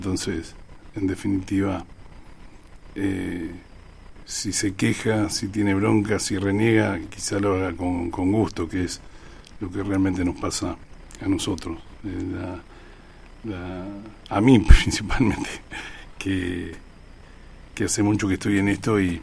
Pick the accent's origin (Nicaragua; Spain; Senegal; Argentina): Argentina; es como los argentinos, aguantamos